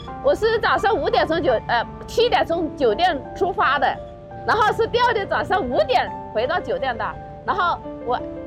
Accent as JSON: {"language": "Chinese", "town": "Loudi", "region": "Hunan", "country": "China", "said": "我是来自湖南娄底的"}